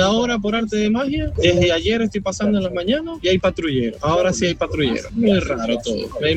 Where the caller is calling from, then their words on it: Pilar, Buenos Aires Province, Argentina; yo soy de Pilar.